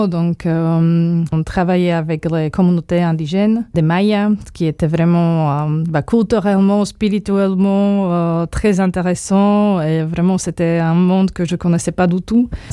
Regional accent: Bratislava, Bratislava Region, Slovakia; French is a second language; Après, j'ai choisi en fait le lycée bilingue. Donc, chez nous à Bratislava, c'est le lycée méthodova. où il y a des cours en fait en français déjà.

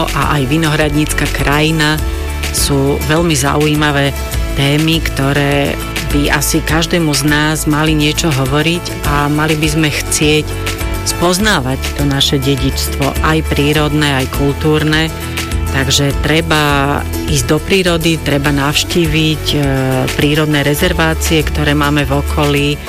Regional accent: Pezinok, Bratislava Region, Slovakia; U nás v Pezinku

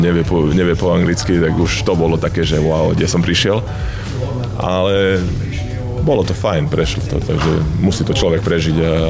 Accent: Prešov, Prešov Region, Slovakia; moved away as an adult; Aj keď, okej, vyšiel som z Prešova, z rodného domu do Košic, dajme tomu, ale to stále tí rodičia, ten kolektív, to nejaké domáce prostredie bolo v mojom okruhu

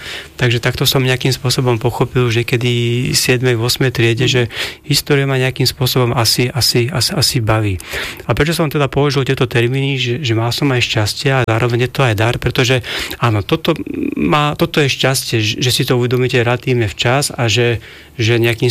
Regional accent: Trnava, Trnava Region, Slovakia; takže áno, som vlastne Trnavčan, žijem v Trnave a pendlujem medzi Pezinkom a Trnavou vlastne 24 rokov.

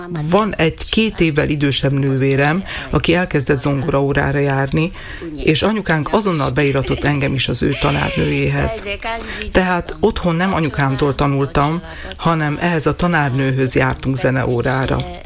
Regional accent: Japan; moved away as an adult; now in Bratislava, Slovakia; Nálunk Japánban nincs alapfokú művészeti iskola, állami konzervatórium sincs

